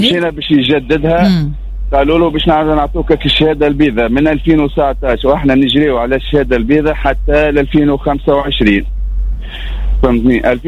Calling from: Sfax, Sfax Governorate, Tunisia; من صفاقس، ساكني صفاقس.

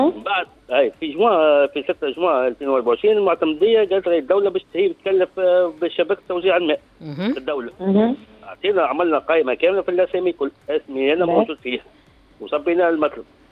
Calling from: Douar Hicher, Manouba, Tunisia; من دوار هيش.

